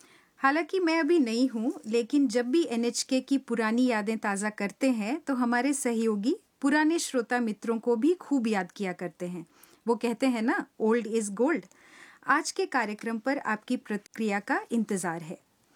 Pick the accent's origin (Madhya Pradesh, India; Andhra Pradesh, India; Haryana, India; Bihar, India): Bihar, India; जी, मैं तो बिहार से हूँ